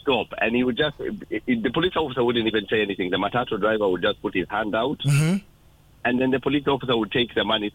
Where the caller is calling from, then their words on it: Isiolo, Isiolo County, Kenya; I'm calling from Isiolo.